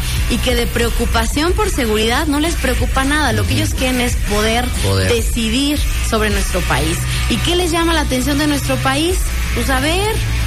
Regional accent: Mexico; donde podemos como mexicanos transitar

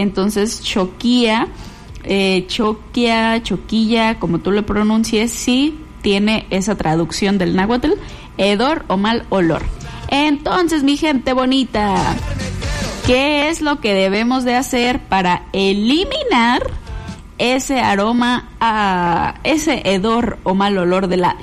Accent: Mexico; Acá nosotros somos mexicanos.

